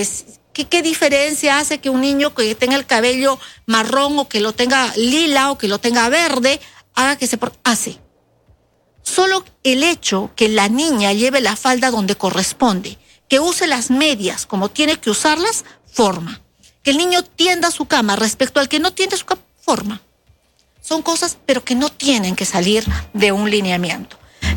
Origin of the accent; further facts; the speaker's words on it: Peru; como peruanos que renovamos nuestra fe